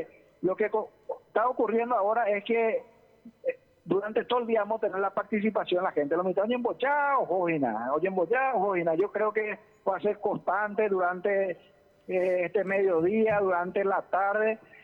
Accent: Paraguay; peñan de deber como paraguayo.

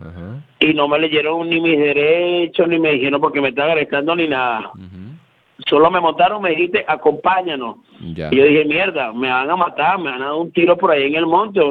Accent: Caracas, Capital District, Venezuela; Yo soy de Caracas, la capital.

